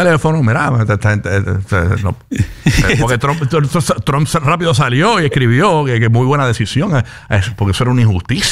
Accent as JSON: {"language": "Spanish", "country": "Puerto Rico", "said": "nosotros nos envolvemos en el fútbol, los boricuas"}